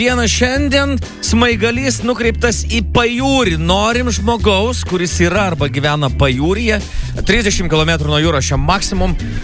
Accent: Vilnius, Vilnius County, Lithuania; mes vilniečiai neįsivaizduojam.

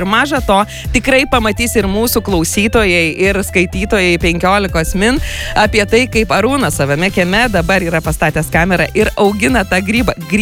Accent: Druskininkai, Alytus County, Lithuania; Mano irgi gimtinė yra Druskininkai.

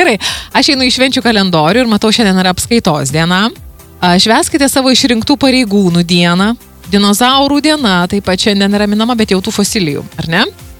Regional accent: Panevėžys, Panevėžys County, Lithuania; gimtajame mieste Panevėžyje

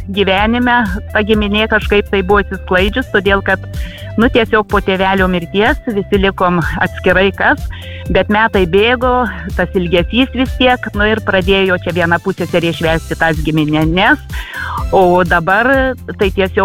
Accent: Suvalkija, Lithuania; Ne, šita garsi ne mūsų giminė, aš iš Suvalkijos esu ten, iš to krašto.

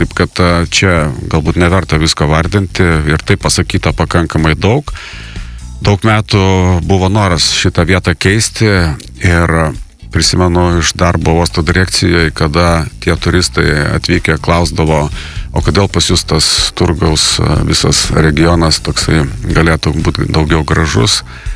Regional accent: Klaipėda, Klaipėda County, Lithuania; tai, ką mes klaipėdiečiai pamatysim kitų metų rudenį

